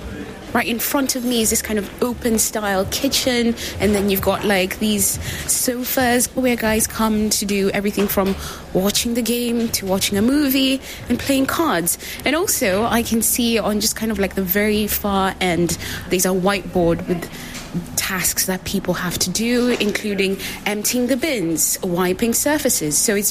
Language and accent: English; Kenya; Oh, so I'm actually Kenyan. We like very strong tea.